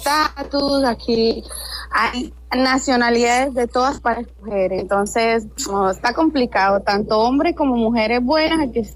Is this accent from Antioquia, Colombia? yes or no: no; Cúcuta, Norte de Santander, Colombia; now in United States; No, yo soy cucuteña.